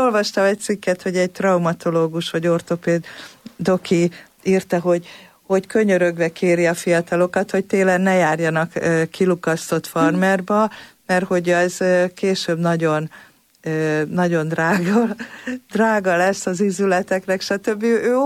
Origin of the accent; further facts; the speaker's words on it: Budapest, Hungary; Én a második kerületben nőttem fel, ahol ugye nagyon gazdag gyerekek voltak az osztálytársaim.